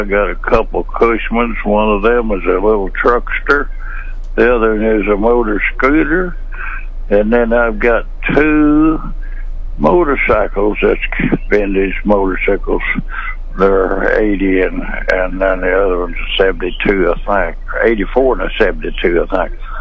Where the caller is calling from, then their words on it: Moberly, Missouri, United States; Mobley area